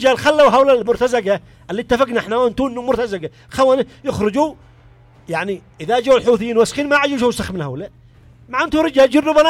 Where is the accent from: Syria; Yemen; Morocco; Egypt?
Yemen